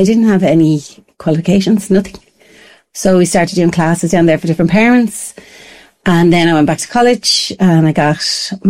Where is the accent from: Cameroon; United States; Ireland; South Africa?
Ireland; As Irish people.